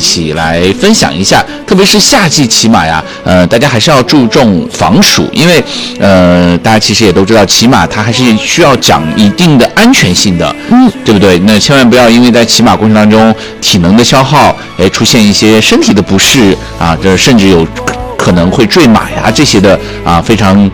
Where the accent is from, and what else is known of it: Xinjiang, China